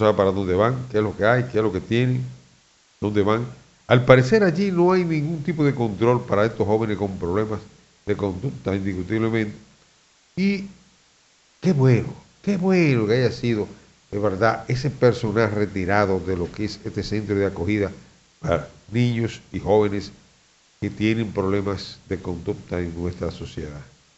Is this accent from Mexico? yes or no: no; Dominican Republic; somos dominicanos